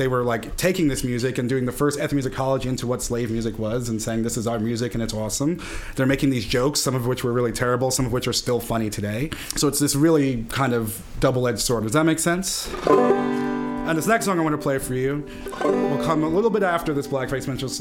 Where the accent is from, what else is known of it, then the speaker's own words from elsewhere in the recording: Brooklyn, New York, United States; born there; I was born in Brooklyn. I didn't hear a lot of banjo music growing up in Bed-Stuy